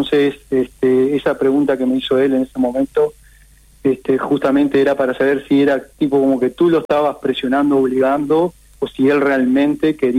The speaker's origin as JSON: {"language": "Spanish", "country": "Uruguay"}